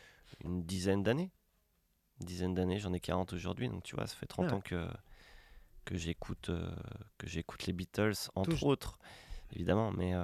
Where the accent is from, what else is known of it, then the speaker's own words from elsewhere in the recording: France; accent: French; Non, je suis pas, pas hyper bon en anglais. Tu vois, on sent que j'ai un accent français quand même.